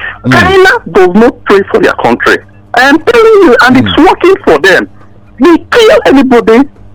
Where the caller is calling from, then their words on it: Nigeria; I'm calling from Ejulaki.